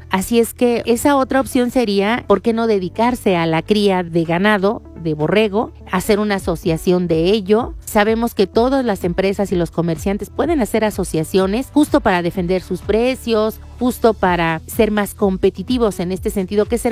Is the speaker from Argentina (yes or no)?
no; Zimapán, Hidalgo, Mexico; Yo soy de Zimapán, tengo que compartirles, así es que sé de lo que hablo cuando le digo que es riquísima.